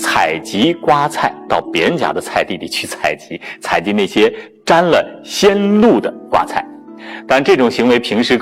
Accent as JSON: {"language": "Chinese", "country": "China"}